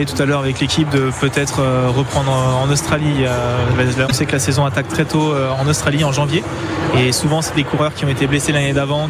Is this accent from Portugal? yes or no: no; Mulhouse, Grand Est, France; moved away; suis né à Mulhouse